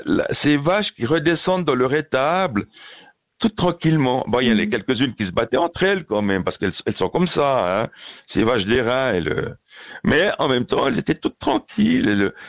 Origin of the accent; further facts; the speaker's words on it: Tramelan, Bern, Switzerland; Moi, je viens de village du Jura.